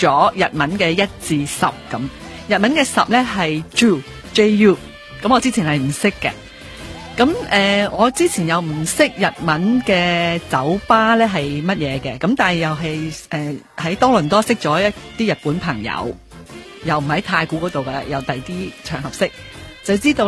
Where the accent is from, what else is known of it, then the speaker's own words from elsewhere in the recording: China; 因為我哋中國人嗰啲聲調咧，有時啲排位啲字唔夠響啊